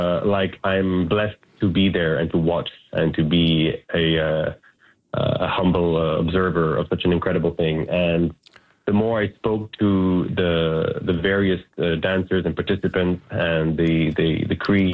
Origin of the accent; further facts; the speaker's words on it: Italy; now in Wiscagonis, Canada; I am originally from Italy, but now I live in Wiscagonis in northern Quebec, UBC.